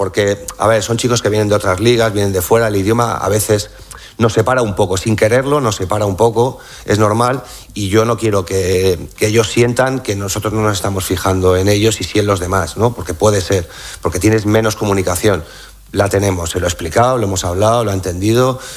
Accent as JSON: {"language": "Spanish", "region": "Catalonia", "country": "Spain", "said": "yo chapurreo francés porque sabéis que soy catalán y catalán sí hablo"}